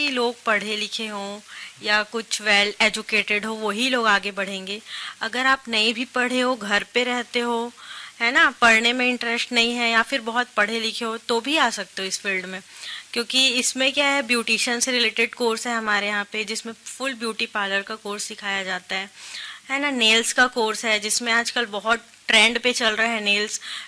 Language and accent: Hindi; Bilaspur, Chhattisgarh, India; मैं बेसिकली बिलासपुर से ही हूँ और अभी यहीं पे ही मेरा सैलून है।